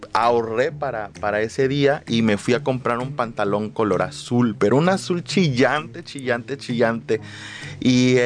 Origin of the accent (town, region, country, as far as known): Petaquillas, Guerrero, Mexico; born there